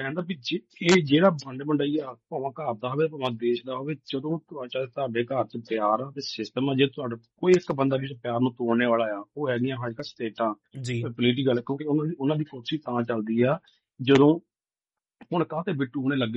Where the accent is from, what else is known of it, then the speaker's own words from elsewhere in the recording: Punjab, India; moved away; ਅਸੀਂ ਉੱਥੇ ਜੰਮੇ ਪੜੇ